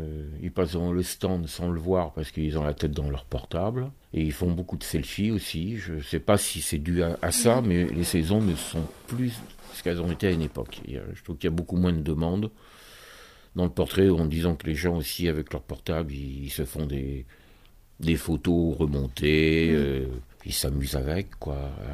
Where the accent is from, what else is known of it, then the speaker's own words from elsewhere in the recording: Royan, Nouvelle-Aquitaine, France; born there; à part que moi, c'est au bord de mer, à Royan, justement. Ça me permet de retrouver ma ville natale